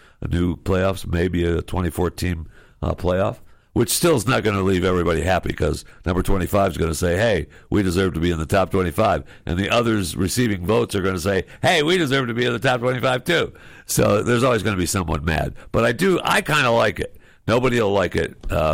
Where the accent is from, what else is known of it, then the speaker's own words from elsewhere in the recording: Michigan, United States; born there; also born or lived in Florida; now in Texas, United States; I feel like I'm a Floridian, even though I live in Texas now. I was born in Michigan, and I've lived in, I don't know how many states I've lived in now, too many. But I've lived in Florida the longest